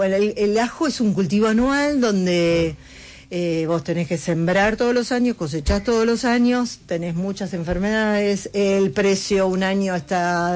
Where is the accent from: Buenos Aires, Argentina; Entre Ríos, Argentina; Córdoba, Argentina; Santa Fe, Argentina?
Buenos Aires, Argentina; Yo soy de San Telmo, sí.